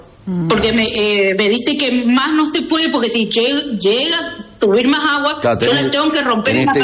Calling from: Reconquista, Santa Fe, Argentina; Yo vivo en Barro Ligado.

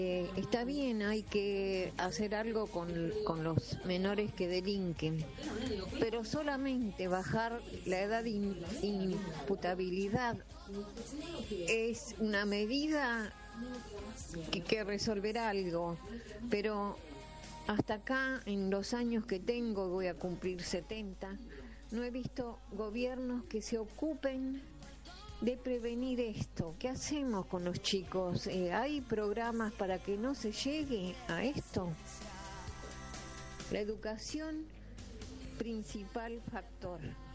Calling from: La Plata, Buenos Aires Province, Argentina; de La Plata.

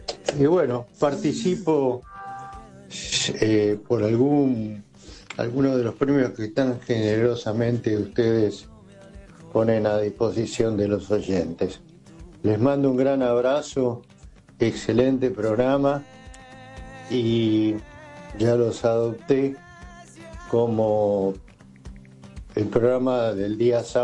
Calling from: Buenos Aires, Argentina; de Parque Chacabuco

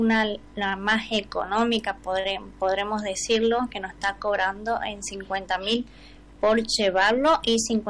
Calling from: Las Breñas, Chaco, Argentina; hoy nos encontramos en la ciudad de Rosario. Nosotros somos de Las Breñas, Chaco.

